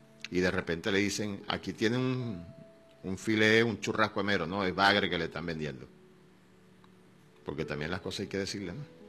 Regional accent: Cantaura, Anzoátegui, Venezuela; now in Puerto Píritu area, Venezuela; Porque yo soy de Cantabria, y en Cantabria no hay mar. Allá el río Guanipa, donde yo largué el guayuco hace 61 años.

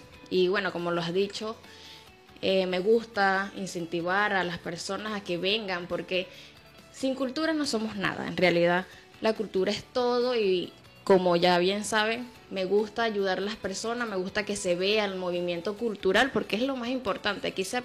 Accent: Venezuela; como buen venezolanos que somos

